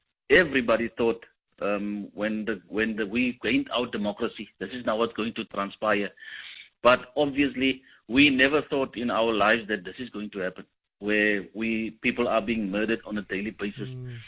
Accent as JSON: {"language": "English", "town": "Kleinvlei", "region": "Western Cape", "country": "South Africa", "tie": "born or raised there", "said": "because gangsterism is coming on since I grew up in Kleinvlei."}